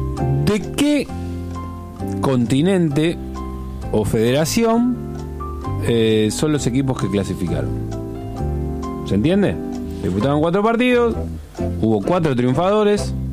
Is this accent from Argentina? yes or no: yes; Argentina